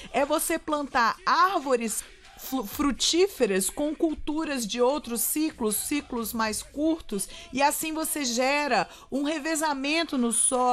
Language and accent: Portuguese; Brazil; a gente é brasileira, eu sou brasileira, eu vou torcer pelo Brasil.